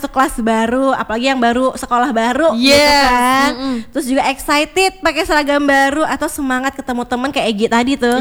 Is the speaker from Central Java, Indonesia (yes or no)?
no; Batam, Riau Islands, Indonesia; at the end aku juga balik lagi ke sini.